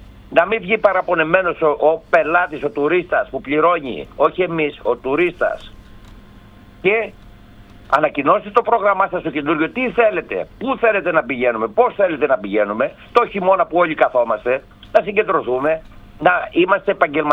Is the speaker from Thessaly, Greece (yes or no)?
yes; Skiathos, Thessaly, Greece; Είμαι από τη Σκιάθο, δεν είμαι από τη Σκόπελο.